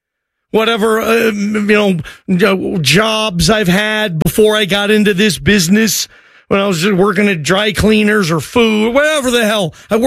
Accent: Seattle, Washington, United States; I'm from Seattle, if you don't listen very often. I'm from that area. I actually grew up, my parents' house where I grew up is, like, I could walk to that facility you see

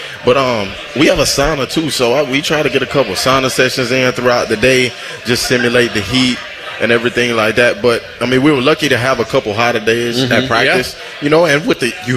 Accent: Louisiana, United States; I'm from Louisiana.

